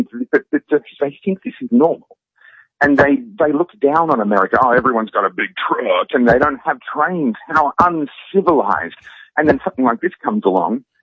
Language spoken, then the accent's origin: English; Australia; now in United States; No, as an Australian, I am coming over here as a foreigner and I'm going to tell you what's wrong with your country, but it's not that you should be more like Australia.